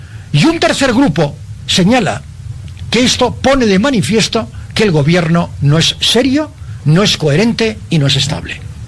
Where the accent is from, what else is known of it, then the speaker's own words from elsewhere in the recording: Bolivia; como ciudadano boliviano, como ciudadano de a pie